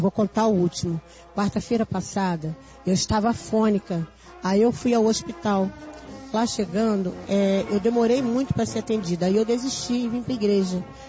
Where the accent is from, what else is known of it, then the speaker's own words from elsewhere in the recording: Magé, Rio de Janeiro, Brazil; eu vim do município de Magé e moro em Fragoso.